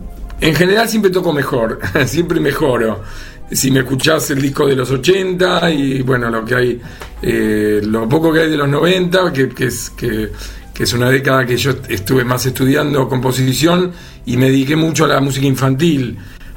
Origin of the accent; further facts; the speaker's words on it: Argentina; No me considero un músico de jazz, me considero un músico argentino